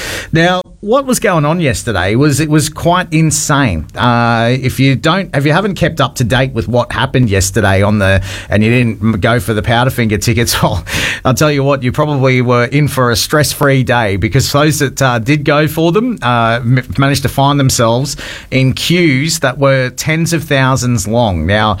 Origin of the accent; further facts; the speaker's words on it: Cairns, Queensland, Australia; my hometown of Cairns.